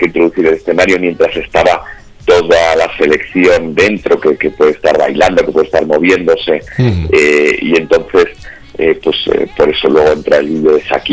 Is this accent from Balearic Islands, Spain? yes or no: no; Palencia, Castile and León, Spain; Yo nací en León, aunque me crié en Palencia